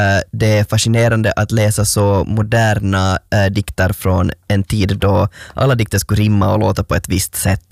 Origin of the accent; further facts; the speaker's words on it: Finland; som finlandssvensk